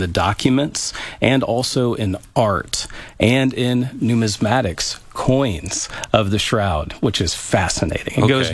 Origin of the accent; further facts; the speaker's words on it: Kansas City, Missouri, United States; Now, Glenn, I'm from Kansas City, okay?